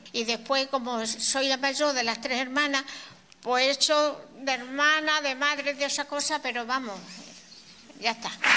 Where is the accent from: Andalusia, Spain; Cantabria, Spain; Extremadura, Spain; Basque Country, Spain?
Extremadura, Spain; Mérida; Yo soy extremeña, soy de Mérida, pertenezco al Centro de Mayores El Calvario.